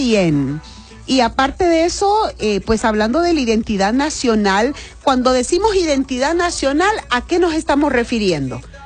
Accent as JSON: {"language": "Spanish", "country": "Honduras"}